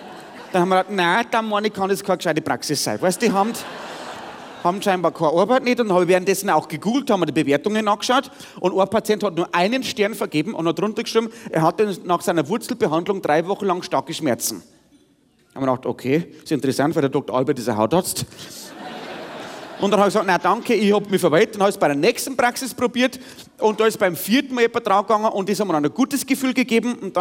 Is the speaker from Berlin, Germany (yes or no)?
no; Bavaria, Germany; Wie man bei uns im Bayerischen Wald dazu sagt.